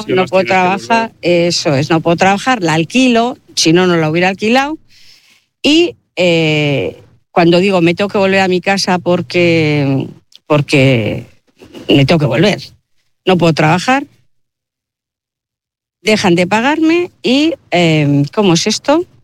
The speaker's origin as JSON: {"language": "Spanish", "town": "Bilbao", "region": "Basque Country", "country": "Spain", "said": "Yo soy una mujer de Bilbao, 68 años, tengo un piso en propiedad en Basauri"}